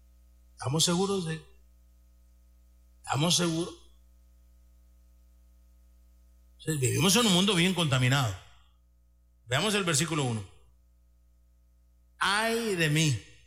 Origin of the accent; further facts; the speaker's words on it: El Salvador; nosotros como El Salvador